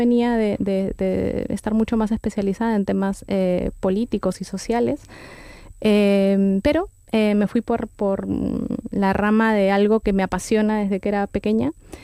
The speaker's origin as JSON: {"language": "Spanish", "country": "Peru", "moved": "yes", "lives_now": "Spain", "said": "Bueno, yo no soy de aquí, se me notará en el acento. Yo soy peruana, vivo en España hace 6 años más o menos."}